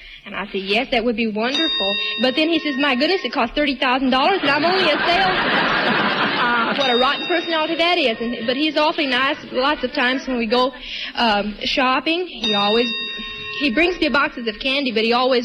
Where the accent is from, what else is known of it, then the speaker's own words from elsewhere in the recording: Tyler, Texas, United States; Tyler, Texas.